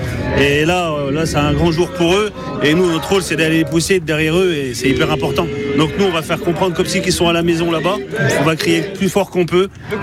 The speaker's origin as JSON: {"language": "French", "town": "Chambéry", "region": "Auvergne-Rhône-Alpes", "country": "France", "tie": "born or raised there", "said": "Chambéry, je les connais depuis que je suis tout petit sur Chambéry. Je suis né à Chambéry."}